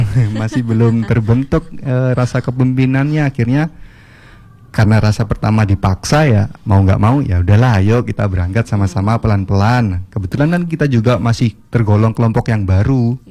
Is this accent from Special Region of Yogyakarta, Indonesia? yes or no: no; Malang, East Java, Indonesia